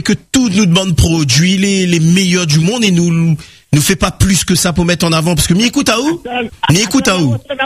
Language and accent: French; Réunion